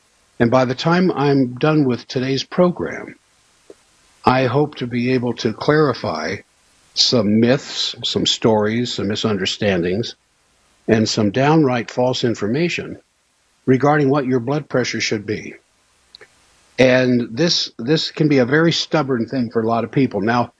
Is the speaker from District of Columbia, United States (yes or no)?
yes; Washington, District of Columbia, United States; born or raised there; now in Salt Lake City, United States